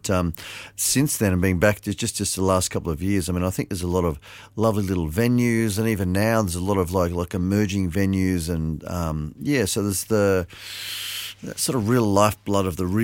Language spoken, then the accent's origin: English; Port Macquarie, New South Wales, Australia; I grew up in Port Macquarie